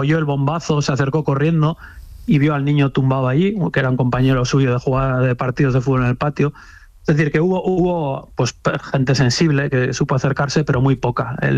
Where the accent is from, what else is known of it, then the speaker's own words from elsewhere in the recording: San Sebastián, Basque Country, Spain; Yo soy de San Sebastián, a 10 kilómetros de Rentería.